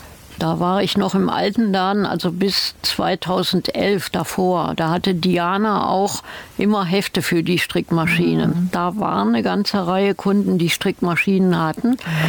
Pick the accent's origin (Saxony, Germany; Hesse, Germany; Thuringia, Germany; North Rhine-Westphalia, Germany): North Rhine-Westphalia, Germany; Aachen; Ich komme ja gebürtig aus Aachen.